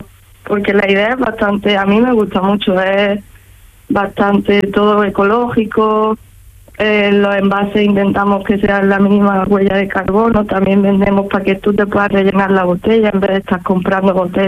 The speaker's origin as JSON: {"language": "Spanish", "town": "Málaga", "region": "Andalusia", "country": "Spain", "said": "Yo de Málaga capital, son 70 kilómetros."}